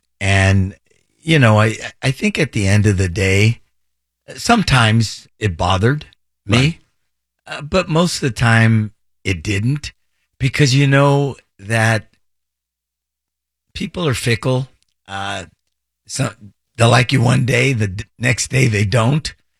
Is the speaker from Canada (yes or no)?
no; Los Angeles, California, United States; I grew up in Boyle Heights and City Terrace, so okay. The East Side.